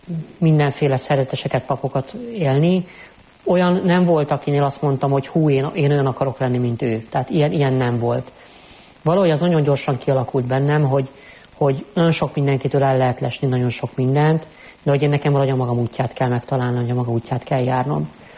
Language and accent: Hungarian; Budapest, Hungary; Egy budapesti nagy katolikus családból származom, heten vagyunk testvérek, én vagyok a legkisebb.